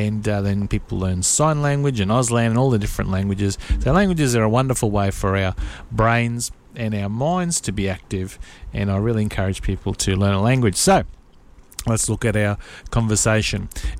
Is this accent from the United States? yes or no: no; Australia; So obviously we speak English in Australia